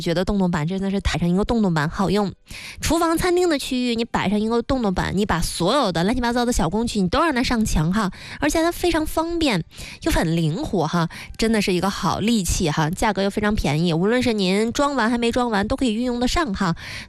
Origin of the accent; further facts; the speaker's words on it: China; 我们中国人